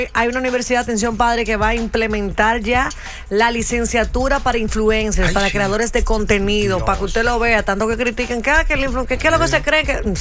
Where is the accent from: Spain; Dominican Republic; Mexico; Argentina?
Dominican Republic; Licey al Medio, Santiago; Sí, yo soy de Licey al medio, orgullosamente de Uberal.